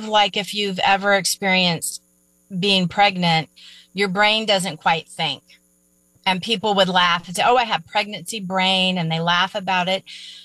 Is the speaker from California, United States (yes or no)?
yes; California, United States; now in Arkansas, United States; because I'm from California, but I live in Arkansas, so it's a long distance for family and friends to travel.